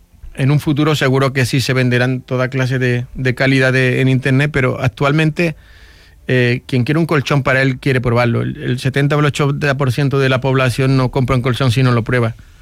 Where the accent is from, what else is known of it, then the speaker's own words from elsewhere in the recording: Palma del Río, Andalusia, Spain; now in Málaga, Spain; originariamente somos de Palma del Río, de Córdoba.